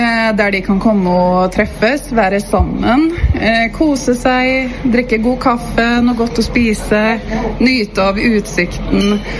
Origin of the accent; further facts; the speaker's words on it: Oslo, Norway; born there; also born or lived in Sweden; Jeg er født i Oslo, men så har jeg bodd i Sverige de siste 23 årene.